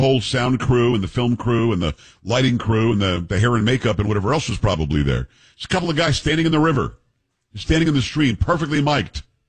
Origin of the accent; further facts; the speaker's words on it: Florida, United States; See, I grew up in South Florida where we deep sea fish.